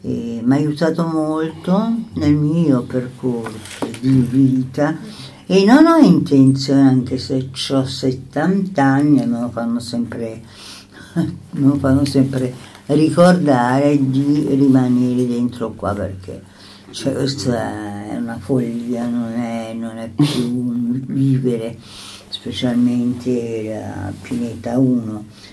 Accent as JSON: {"language": "Italian", "town": "Rome", "region": "Lazio", "country": "Italy", "tie": "born or raised there", "moved": "yes", "said": "Io sono cresciuta a Roma"}